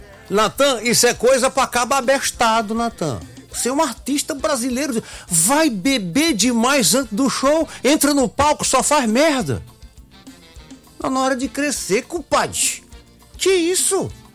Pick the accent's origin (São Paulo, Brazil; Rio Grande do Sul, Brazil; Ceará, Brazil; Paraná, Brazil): Ceará, Brazil; Nós somos cearenses.